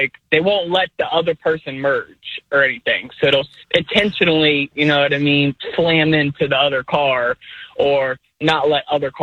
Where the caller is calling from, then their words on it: Baltimore, Maryland, United States; Baltimore.